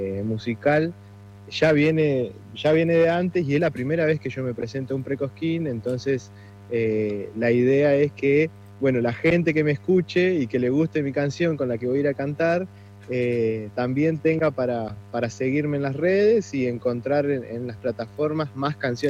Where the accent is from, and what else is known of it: Chos Malal, Neuquén, Argentina; born or raised there; moved away as an adult; also born or lived in Mendoza